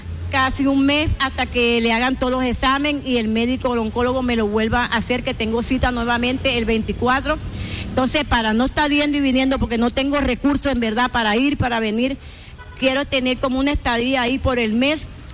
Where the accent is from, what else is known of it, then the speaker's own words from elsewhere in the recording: San Juan Nepomuceno, Bolívar, Colombia; vengo de San Juan de Pomuceno, vivo en una vereda ahí en San Juan